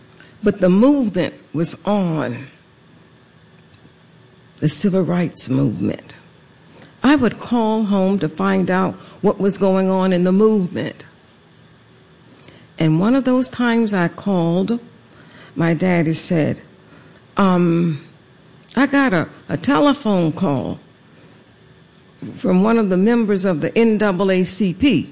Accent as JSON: {"language": "English", "town": "Savannah", "region": "Georgia", "country": "United States", "tie": "born or raised there", "said": "And that is how it was growing up in Savannah, Georgia."}